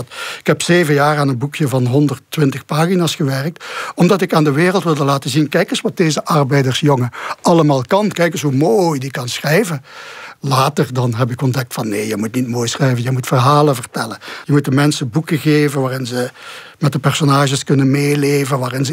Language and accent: Dutch; Hengelo, Overijssel, Netherlands; De kleine wijkbibliotheek bij ons in Boksbergheide. Naast mijn lagere school.